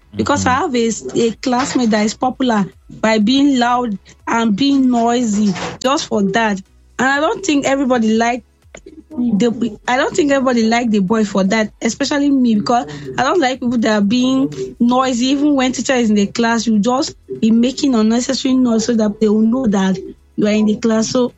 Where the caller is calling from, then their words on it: Abuja, Federal Capital Territory, Nigeria; calling from Idu.